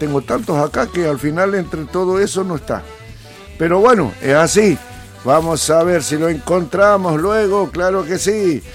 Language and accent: Spanish; Argentina; todos somos argentinos